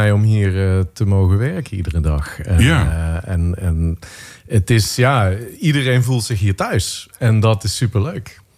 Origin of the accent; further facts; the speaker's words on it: North Brabant, Netherlands; ik kom uit Brabant en daar draait iedereen ook wel